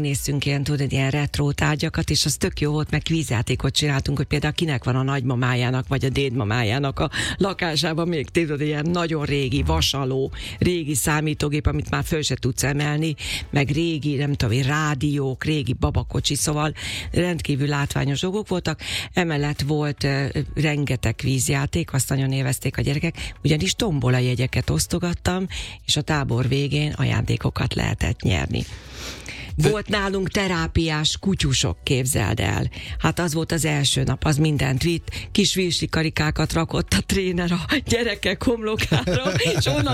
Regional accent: Makó, Csongrád-Csanád, Hungary; Pénteken egész nap a Kalandparkban voltunk, otthon Makón, a Marosparton, hát ugye nekem az idillikus mindenem

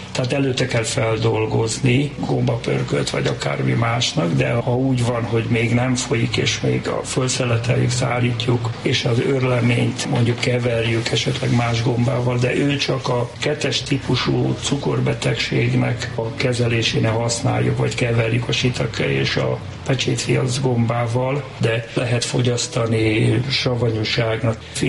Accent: Budapest, Hungary; 47-ben születtem Budapesten, egy pincelakásba éltem 10 évig szüleimmel.

